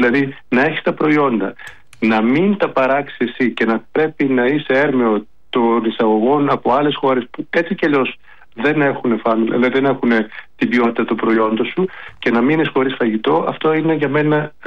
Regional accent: Thessaloniki, Central Macedonia, Greece; born or raised there

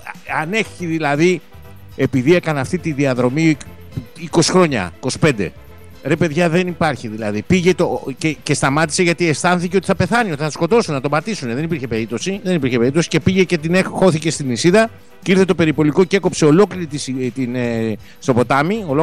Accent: Western Greece, Greece; now in Patras, Greece; Καλημέρα στην Αιτωλό Ακαρνανία, την πατρίδα μου, στο Μεσολόγγι, στο Αγρίνιο, σε όλα τα χωριά μας.

